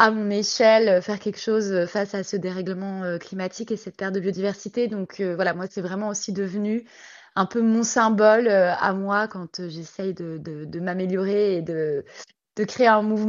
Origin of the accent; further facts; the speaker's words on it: Bourgogne-Franche-Comté, France; moi, j'ai grandi en Franche-Comté, donc dans une région très forestière. Donc, c'est vrai que les arbres font partie de mes paysages, on va dire, d'enfance. Après, bon, j'étais quand même urbaine hein, déjà à l'époque